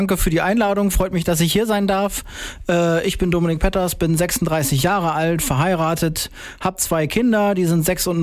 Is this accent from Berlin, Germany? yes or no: no; Emmerthal, Lower Saxony, Germany; also born or lived in Hameln / Großberkel; so eine ganz klassische Lebensgeschichte wie viele hier im Weserbergland. In Hameln geboren, in Emmertal aufgewachsen, in Emmertal zur Grundschule gegangen